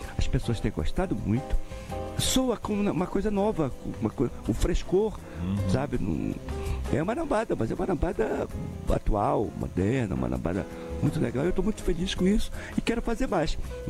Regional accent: Amapá, Brazil; now in Brasília, Brazil; Que tem uma raiz de amapaenses, onde eu me criei e tal.

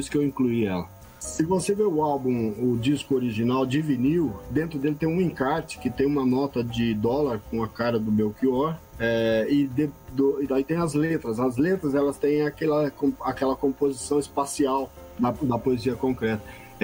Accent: Sumé, Paraíba, Brazil; eu sou de Sumé. Eu nasci em Sumé, mas minha mãe registrou em Campina Grande.

